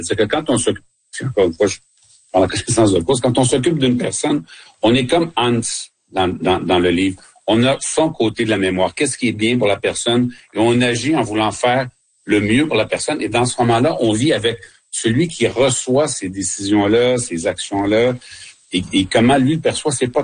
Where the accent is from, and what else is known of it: Quebec, Canada